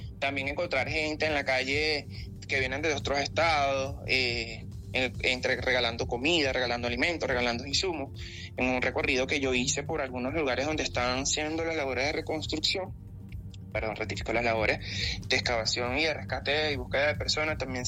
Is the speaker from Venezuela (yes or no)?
yes; Venezuela; esa hermandad que nos caracteriza como venezolanos, y que dentro de todo las personas siguen bajando, siguen colaborando y siguen prestando esa mano amiga o ese apoyo que nos caracteriza como venezolanos.